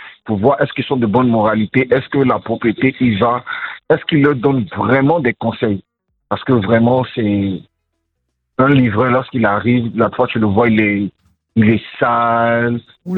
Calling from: Abidjan, Côte d’Ivoire; Je vous appelle d'Abidjan, Hongrie.

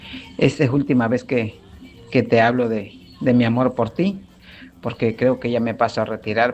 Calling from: Raudales, Mexico; como soy un simplemente ejidatario en mi pueblo y acá en Raudales

